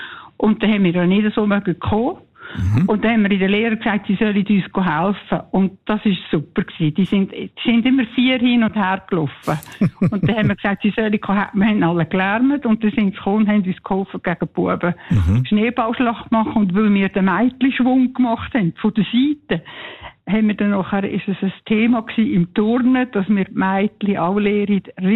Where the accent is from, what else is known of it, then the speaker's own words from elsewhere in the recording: Lucerne, Switzerland; Ja, ich bin in Luzern aufgewachsen und bin im Meinhof-Schulhaus in die Schule.